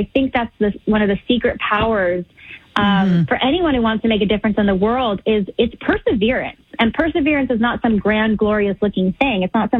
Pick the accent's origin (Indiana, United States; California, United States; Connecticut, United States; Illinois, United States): California, United States; San Jose; 10 miles from where I grew up in San Jose, California